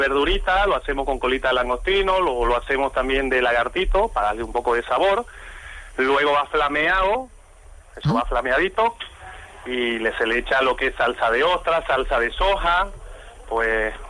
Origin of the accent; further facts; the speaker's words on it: Bolivia; moved away; Yo soy boliviano.